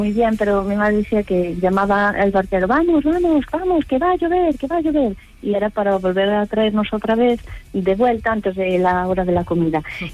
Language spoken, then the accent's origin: Spanish; Galicia, Spain; soy de Galicia profunda, de cerca de la raya con Portugal, y en los veranos íbamos a Bayona, que es un pueblo de la Pontevedra, de la provincia de Pontevedra.